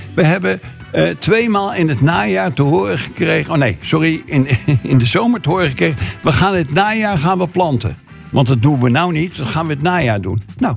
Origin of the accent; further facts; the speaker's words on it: Leiden, South Holland, Netherlands; moved away as an adult; now in Oegstgeest, Netherlands; Ik woon al bijna 84 jaar in Leiden. Ik ben echt een Leidenaar, al woon ik al 50 jaar in Oegstgeest.